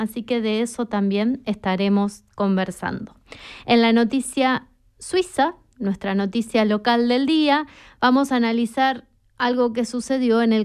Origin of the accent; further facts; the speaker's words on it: Argentina; hoy es un día de lucha muy importante en mi país, en este país tan querido que es la Argentina